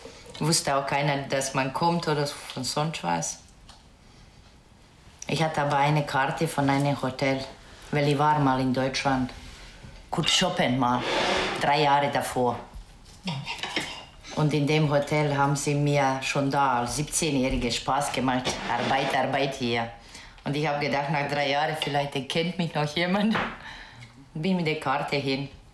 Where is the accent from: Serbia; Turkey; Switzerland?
Serbia; German is a second language; moved away as an adult; ich als Serbe